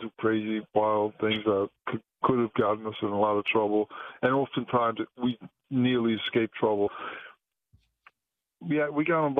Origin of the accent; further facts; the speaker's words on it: Brooklyn, New York, United States; But I mean, when I was young, growing up in Brooklyn, I ran around with some pretty wild guys.